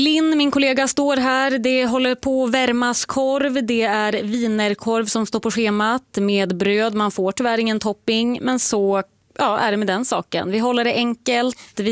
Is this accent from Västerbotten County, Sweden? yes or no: yes; Umeå, Västerbotten County, Sweden; now in Gothenburg, Sweden; jag är född och uppvuxen då i Umeå. Men Göteborg i hjärtat får man säga.